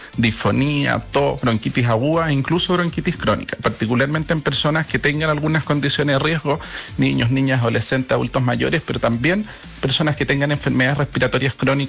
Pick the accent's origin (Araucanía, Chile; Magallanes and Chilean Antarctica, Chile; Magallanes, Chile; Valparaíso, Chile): Araucanía, Chile; Temuco; Yo soy de Temuco